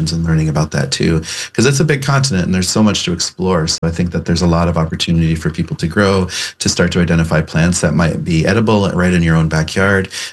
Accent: Pine Ridge Reservation, South Dakota, United States; if you looked up statistics on a reservation like mine, where I grew up on South Dakota in Pine Ridge Reservation

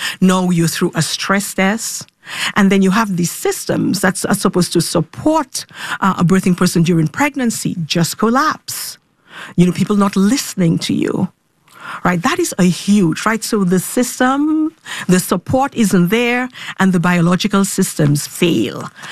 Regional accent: Dominica; born or raised there

